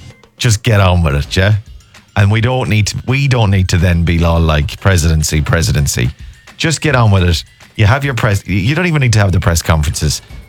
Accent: Ireland; because obviously we're Irish and we're the president, so we've got the presidency.

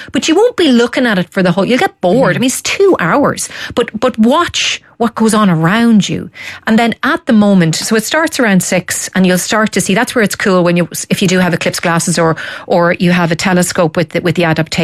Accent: Dundalk, County Louth, Ireland; I'm in Dundalk, my hometown, come on, the town.

